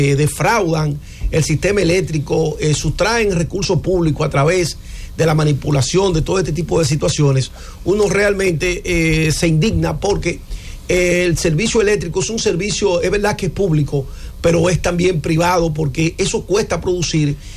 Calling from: Dominican Republic; nosotros como República Dominicana

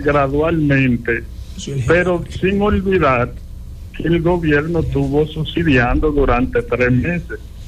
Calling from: Moca, Espaillat, Dominican Republic

